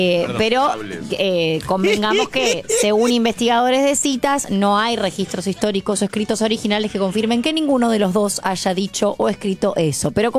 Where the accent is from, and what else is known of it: Argentina